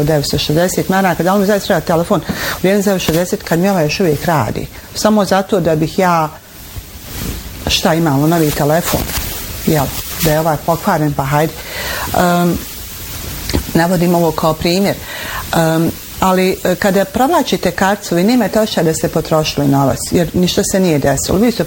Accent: Bosnia & Herzegovina; Znate, mi smo Bosanci, ja ne znam, jedan narod poput našeg da voli, da smo, mi smo vesel narod, srdačan

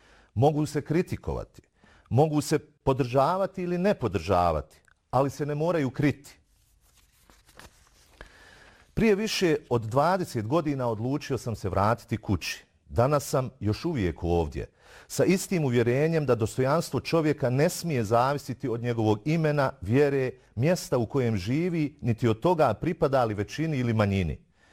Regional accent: Srebrenica, Republika Srpska, Bosnia & Herzegovina; born there; moved away; also born or lived in United States; rođen sam u Srebrenici. Poslije rata život me odveo do Amerike. Tamo sam se školovao, radio, gradio život i mogao sam ostati. Ali 2005. godine odlučio sam se vratiti kući, u Srebrenicu gdje i danas živim.

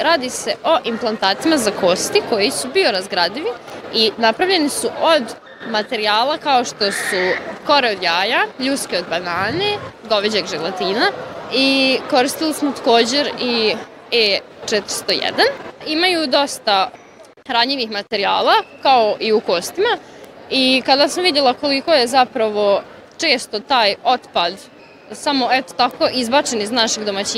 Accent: Bihać, Federation of Bosnia and Herzegovina, Bosnia & Herzegovina; dolazim iz Bihaća

